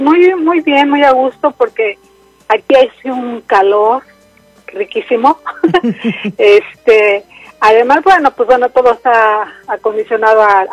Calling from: Arizona, United States; ahorita estoy aquí en Arizona.

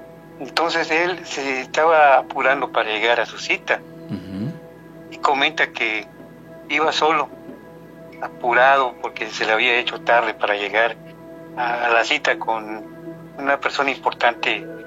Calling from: Comitán, Mexico; de Comitán, Yucatán.

